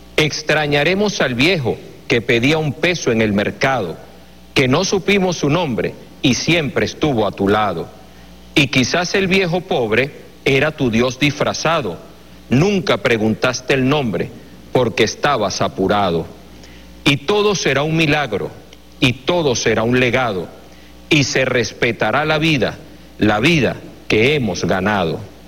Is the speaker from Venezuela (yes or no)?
yes; Venezuela; somos venezolanos y estamos, como tú bien lo dijiste ahorita, finalizando tu participación, montados en un mismo barco, montados en una misma realidad.